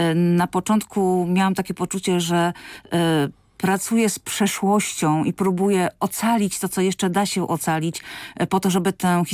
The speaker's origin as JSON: {"language": "Polish", "town": "Bartoszyce", "region": "Warmian-Masurian Voivodeship", "country": "Poland", "tie": "born or raised there", "said": "Bartoszyce to moja rodzinna miejscowość."}